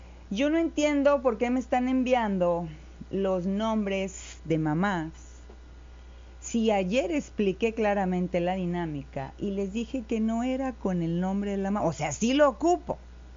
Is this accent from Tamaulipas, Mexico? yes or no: yes; Villagrán, Tamaulipas, Mexico; Dije que no se me pase felicitar a mi pueblo natal, el hermoso.